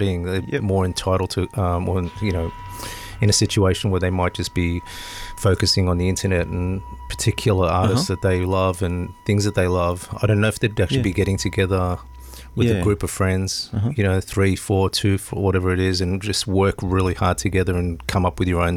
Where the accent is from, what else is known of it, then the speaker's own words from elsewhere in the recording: Sydney, New South Wales, Australia; Well, I was born in Sydney. Okay. I pretty much grew up in Bondi.